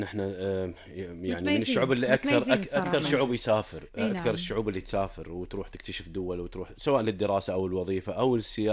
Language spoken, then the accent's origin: Arabic; Kuwait; عندنا ككويتيين